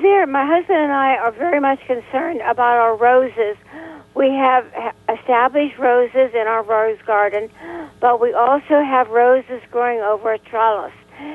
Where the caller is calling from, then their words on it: Westmont, Pennsylvania, United States; We live in a higher elevation. We live in Westmont, which is considerably higher than the Valley of Johnstown. And it gets very cold up here